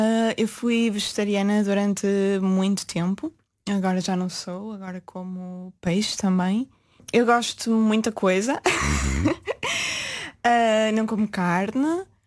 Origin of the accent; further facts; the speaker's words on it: Peso da Régua, Norte, Portugal; moved away as an adult; also born or lived in Póvoa de Varzim; now in Porto, Portugal; na Régua, sim. E também na Folgosa. Eu estive desde o pré-escolar até o quarto ano numa escola na Folgosa. Tenho uma grande ligação ao Douro, à Régua e à Folgosa também.